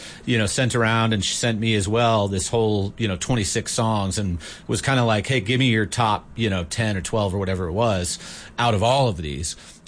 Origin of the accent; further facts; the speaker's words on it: United States; moved away as an adult; now in Iceland; I'm an American who literally had never been to Iceland before.